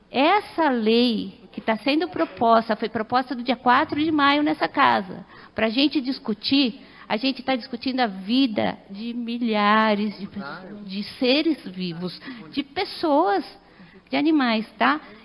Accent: São Roque, São Paulo, Brazil; Eu sou de São Roque, eu não conheço vocês. Eu sou de outra subbacia.

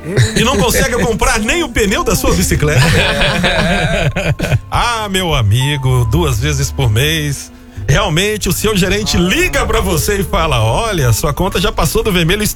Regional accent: Goiânia, Goiás, Brazil; born there; Porque sou goianiense, nascido na Avenida Goiás.

